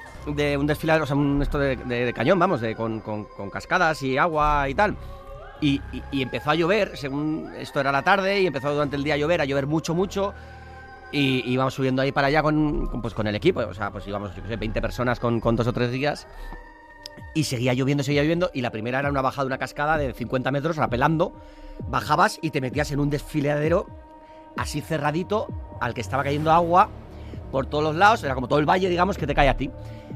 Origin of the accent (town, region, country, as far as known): San Sebastián, Basque Country, Spain